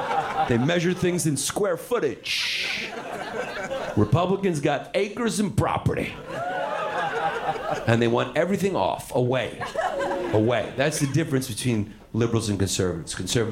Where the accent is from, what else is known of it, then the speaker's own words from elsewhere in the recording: New York City, New York, United States; moved away as an adult; I grew up in Brooklyn, New York my whole life, you know? Grew up very liberal, left-wing. My mother was a human rights lawyer, and now I live in this like well-to-do country town, small town.